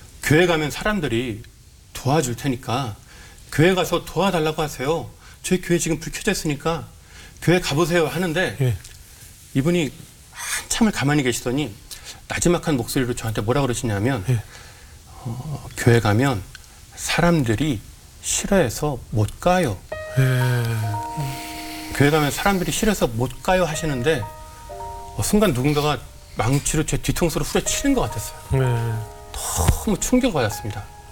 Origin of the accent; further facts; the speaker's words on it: Chuncheon, Gangwon, South Korea; 제가 고향이 강원도 춘천인데 춘천까지 오셔서 교회를 찾아오신 거예요.